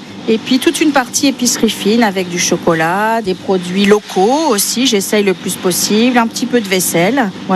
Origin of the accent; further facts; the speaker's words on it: Saint-Amand-Montrond, Centre-Val de Loire, France; moved away as an adult; also born or lived in Paris; je suis de Saint-Amand-Montrond.